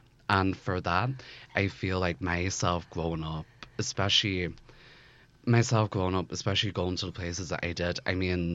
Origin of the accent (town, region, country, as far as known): Belfast, Northern Ireland, United Kingdom; born or raised there